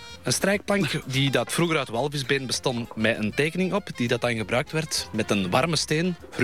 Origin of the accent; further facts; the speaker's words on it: Belgium; Ja, dat klopt, ik ben uit België.